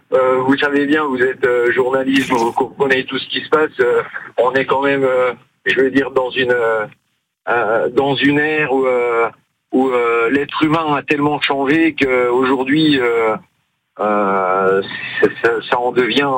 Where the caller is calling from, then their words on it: Brouvelieures, Grand Est, France; je suis de Brouvelieure, moi, dans les Vosges, pas loin de Bruyères